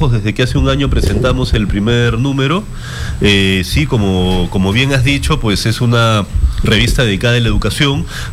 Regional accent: Peru

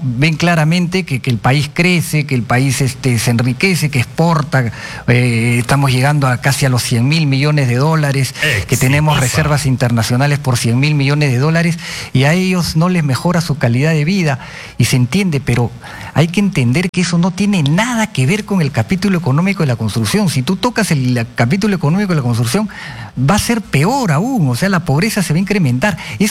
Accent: Peru; Y eso es lo que necesitamos hoy día hacer como peruanos.

